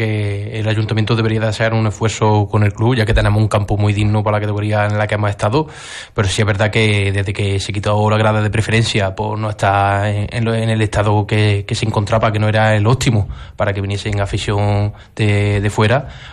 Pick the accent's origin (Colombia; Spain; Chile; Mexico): Spain; Lucena, Andalusia; yo desde chico pues he estado siempre animando al equipo de mi pueblo